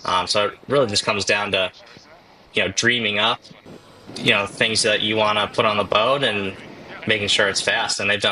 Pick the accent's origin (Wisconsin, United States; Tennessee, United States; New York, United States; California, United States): Wisconsin, United States; I come from Wisconsin on a small lake, so it's not like I grew up around the ocean